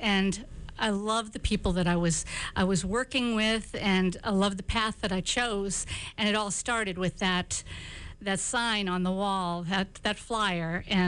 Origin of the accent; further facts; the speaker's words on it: Erie, Pennsylvania, United States; I'm from Erie, born and raised